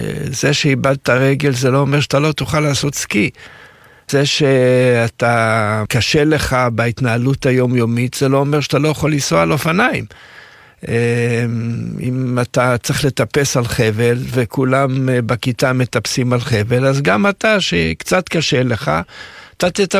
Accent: Jerusalem, Jerusalem District, Israel; אני נולדתי בירושלים

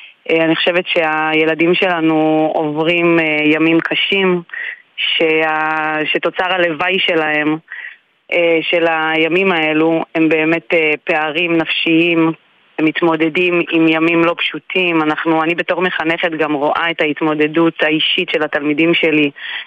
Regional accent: Kiryat Shmona, Northern District, Israel; אוקיי, אני ילידת קריית שמונה, אז אני מרגישה כאילו מעולם לא עזבתי, כי אני גם בוגרת בית הספר. אני בת 47

